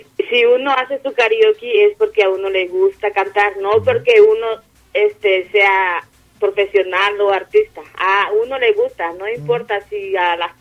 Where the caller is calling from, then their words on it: Mexico; accent: costeño; Yo soy costeña, ese es mi asiento de hablar.